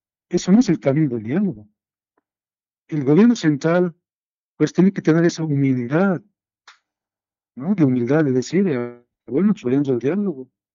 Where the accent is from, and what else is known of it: Bolivia